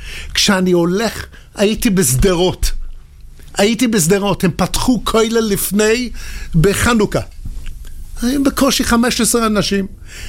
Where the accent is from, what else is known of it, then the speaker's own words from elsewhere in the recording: England, United Kingdom; Hebrew is a second language; moved away; בתור אנגלי.